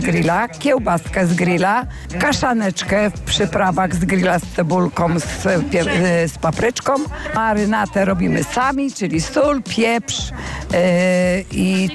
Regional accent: Międzyzdroje, West Pomeranian Voivodeship, Poland; Tak, ja jestem stąd. Jestem mieszkanką rodowitą Międzyzdrojów.

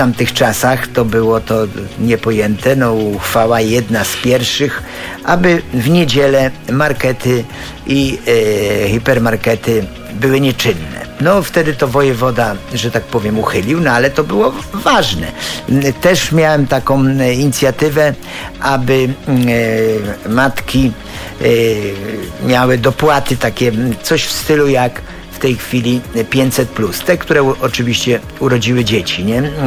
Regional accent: Zgierz, Łódź Voivodeship, Poland; u nas w Zgierzu głównie to był taki klub Zgierz 2000.

